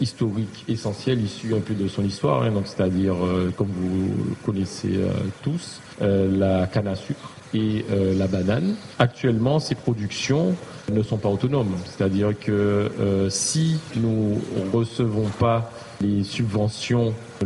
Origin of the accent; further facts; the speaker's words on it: Guadeloupe; en tant que Guadeloupéen